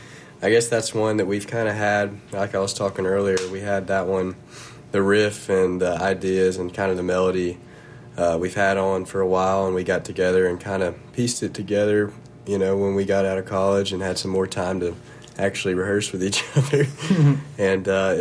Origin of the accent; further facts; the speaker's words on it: Birmingham, Alabama, United States; also born or lived in North Carolina; we're from Birmingham, which kind of, I guess, starts almost at the tip of the range there.